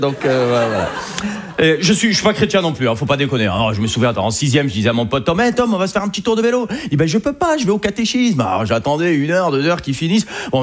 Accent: Algeria; Je suis algérien.

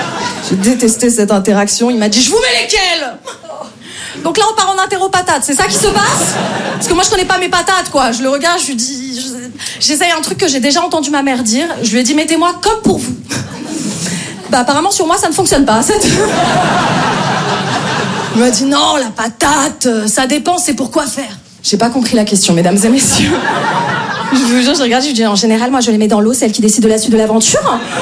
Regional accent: Paris, Île-de-France, France; Je me présente … moi je viens de Paris.

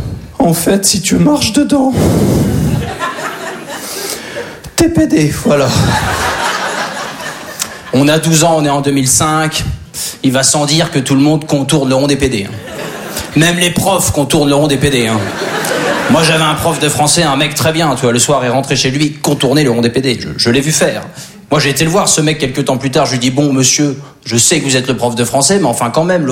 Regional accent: Normandy, France; Alors moi, je suis originaire de Basse-Normandie.

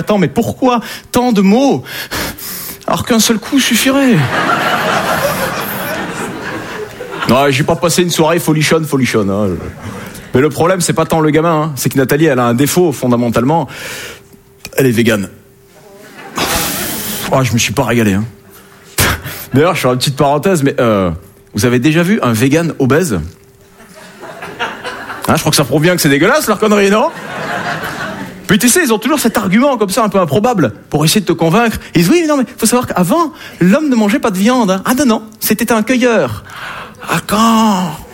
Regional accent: south of France, France; Hein, je viens du sud de la France.

